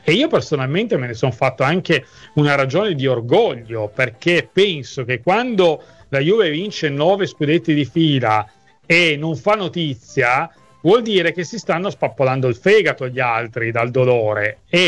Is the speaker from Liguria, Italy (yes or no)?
yes; Liguria, Italy; E io personalmente, sarà perché sono liguri e i liguri sono molto lamentosi